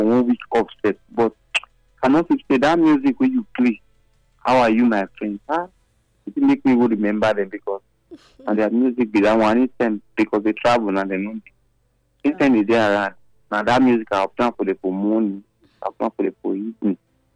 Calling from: Ogida, Edo, Nigeria

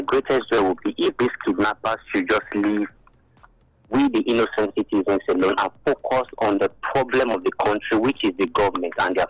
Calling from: Benin; I'm calling from Benin. Coach, I'm calling from Benin.

